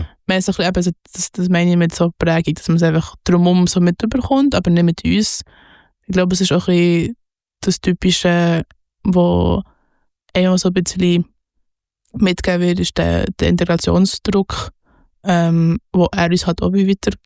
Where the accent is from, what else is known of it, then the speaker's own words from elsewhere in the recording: Bern, Switzerland; am Anfang bin ich in Bern aufgewachsen, also eigentlich deutschsprachige Stadt.